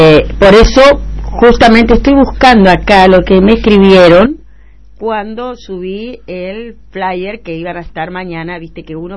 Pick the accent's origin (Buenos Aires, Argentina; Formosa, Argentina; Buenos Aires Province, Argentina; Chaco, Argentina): Chaco, Argentina; General Vedia; de General Bedia, de donde hice toda la primaria y parte del secundario.